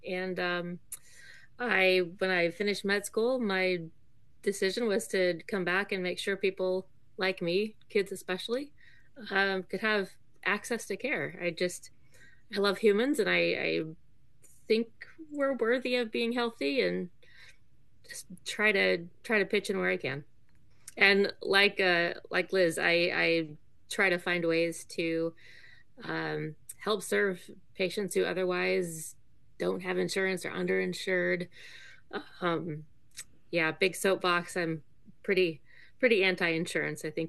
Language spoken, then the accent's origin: English; Anchorage, Alaska, United States; I grew up in Anchorage without insurance